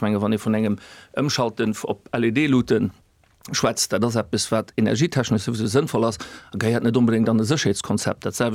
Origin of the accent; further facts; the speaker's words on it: Esch-sur-Alzette, Luxembourg; born there; Also als geborenen Escher